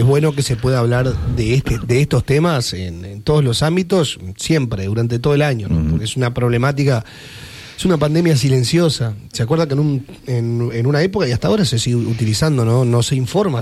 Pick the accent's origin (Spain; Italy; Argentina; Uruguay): Uruguay; yo pertenezco a esta comunidad, somos uruguayos, vamos arriba, estamos en el Mundial